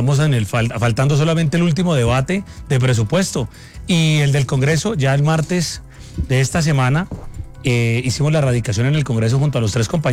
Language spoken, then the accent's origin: Spanish; Santander, Colombia; Menos cuando yo vengo de Santander, un lugar donde nos acostumbran a nosotros a hablar y hablar duro.